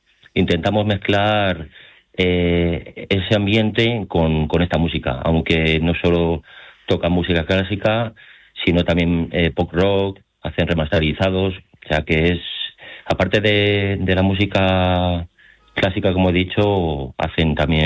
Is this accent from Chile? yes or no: no; Gascueña, Castilla-La Mancha, Spain